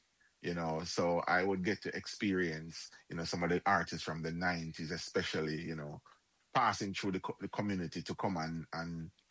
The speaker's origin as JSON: {"language": "English", "town": "Rocky Point", "region": "Clarendon", "country": "Jamaica", "said": "I'm from Rocky Point."}